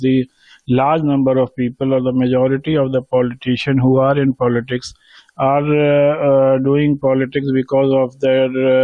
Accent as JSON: {"language": "English", "country": "India"}